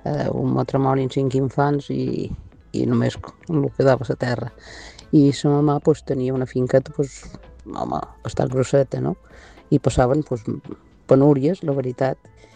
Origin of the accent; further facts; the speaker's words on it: Formentera, Balearic Islands, Spain; Hola, bones, què tal? … de Formentera.